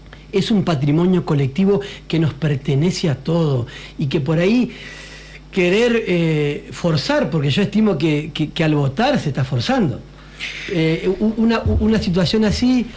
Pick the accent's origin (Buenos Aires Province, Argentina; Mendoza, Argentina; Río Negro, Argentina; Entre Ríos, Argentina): Entre Ríos, Argentina; Diamante; esto no es en contra ni de mi pueblo que amo